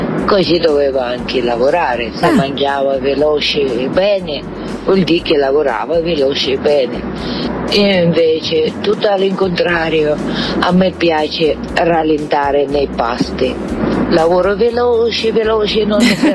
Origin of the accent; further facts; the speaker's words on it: Russia; Italian is a second language; now in Poggibonsi, Italy; Io vengo dalla Russia